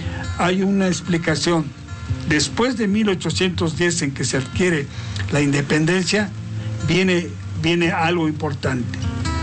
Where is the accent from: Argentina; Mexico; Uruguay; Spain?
Mexico; Chignahuapan, Puebla; born there; moved away; also born or lived in Zacatlán / Libres / Oriental; mi pueblo, en Chignahuapan